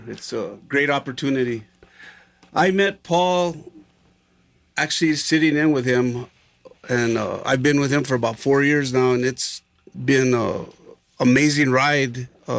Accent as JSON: {"language": "English", "town": "Albuquerque", "region": "New Mexico", "country": "United States", "tie": "born or raised there", "also_born_or_lived": "Hawaii", "said": "I am from Albuquerque, New Mexico. Grew up in the South Valley. I've moved around the country. I lived in Hawaii, but I always come back home, and I really do love living where I live. It's an amazing place."}